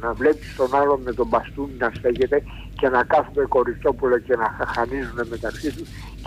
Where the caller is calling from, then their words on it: Cholargos, Attica, Greece; Κύριε Γιώργο, είμαι από το Χολαργό.